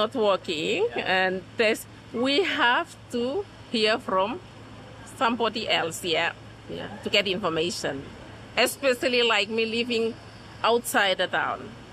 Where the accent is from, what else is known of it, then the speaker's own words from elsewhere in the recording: Tanna, Tafea, Vanuatu; and I'm from Tana.